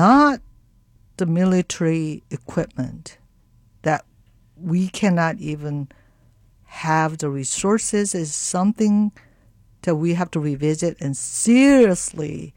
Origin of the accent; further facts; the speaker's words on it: South Korea; now in United States; And I'm from South Korea.